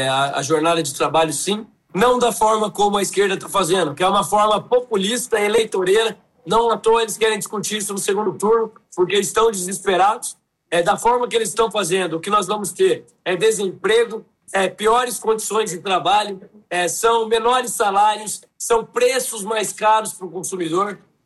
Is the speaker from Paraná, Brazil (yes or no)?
no; São Paulo, Brazil; born there; eu amo ter nascido nesse estado, eu amo a minha terra.